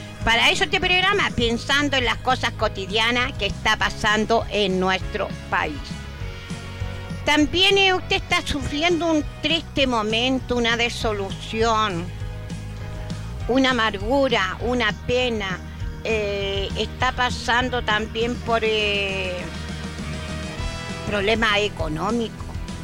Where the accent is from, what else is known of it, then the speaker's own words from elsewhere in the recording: Chile; A veces nosotros como chilenos no hacemos nada.